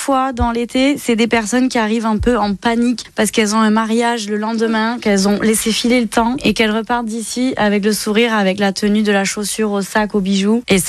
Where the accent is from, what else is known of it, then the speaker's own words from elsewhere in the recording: Bayonne, Nouvelle-Aquitaine, France; j'ai 30 ans et je suis de Bayonne.